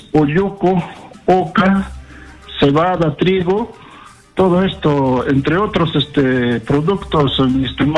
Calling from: Ticlacayán, Pasco, Peru; mi pueblo hermoso, querido Ticlacayán

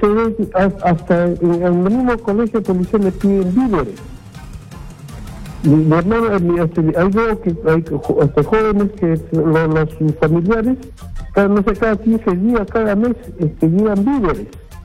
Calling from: Lima, Peru; yo vivo en Puente Piedra, casi en donde que está el colegio de policía.

